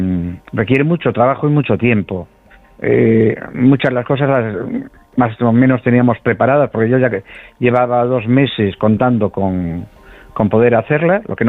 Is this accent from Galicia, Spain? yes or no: yes; Ponteareas, Galicia, Spain; Somos de Pontareas